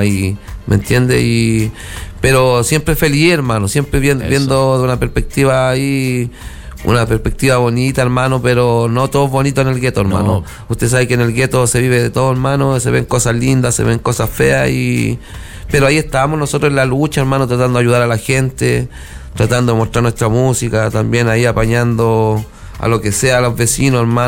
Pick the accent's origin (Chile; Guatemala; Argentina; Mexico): Chile; Valparaíso; Yo soy de Cerro Cordillera